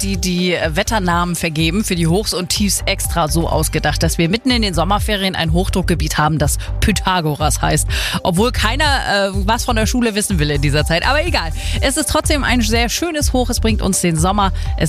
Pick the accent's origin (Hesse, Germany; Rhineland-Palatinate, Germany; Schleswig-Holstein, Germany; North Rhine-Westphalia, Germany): Schleswig-Holstein, Germany; Wir als Schleswig-Holsteiner mit dem Land zwischen den Meeren wissen aber natürlich, wenn wir mal eine Robbe am Strand sehen, heißt es Abstand halten und auf gar keinen Fall streicheln.